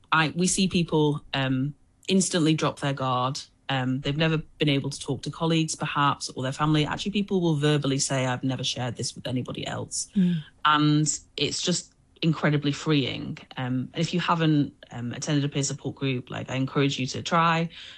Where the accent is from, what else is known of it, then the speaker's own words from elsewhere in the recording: Oldham, North West England, United Kingdom; moved away as an adult; now in Hong Kong; I'm from the north of England. I'm from a small town called Oldham, which is on the outskirts of Manchester.